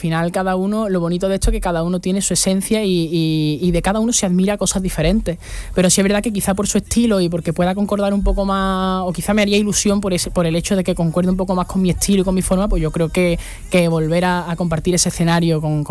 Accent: Andalusia, Spain; llevar Andalucía por bandera, ¿no? Pues eso es lo más bonito, sí. Claro, o sea, yo soy una persona muy de mi tierra

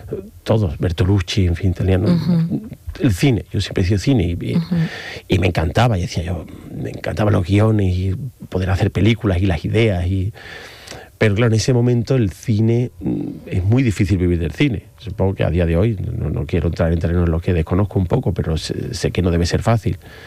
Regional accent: Seville, Andalusia, Spain; also born or lived in Madrid; Bueno, soy sevillano.

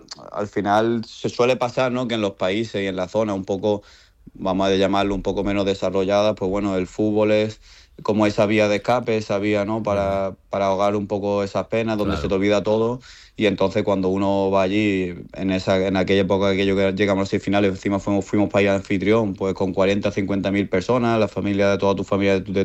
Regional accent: Málaga, Andalusia, Spain; yo nací en Málaga, soy malagueño, me he crecido en Málaga, mi madre es malagueña.

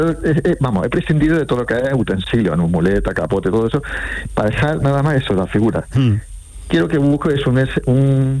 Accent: Granada, Andalusia, Spain; yo soy de Granada, licenciado en Bellas Artes, y actualmente soy profesor de dibujo.

